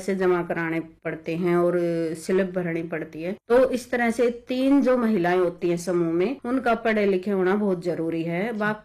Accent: Haryana, India

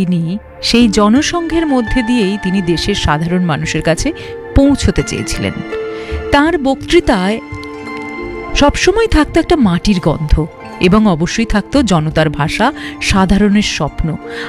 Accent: West Bengal, India; আমরা পশ্চিমবঙ্গের নাগরিক

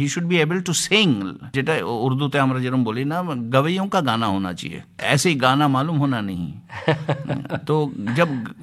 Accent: Mumbai, Maharashtra, India; born there

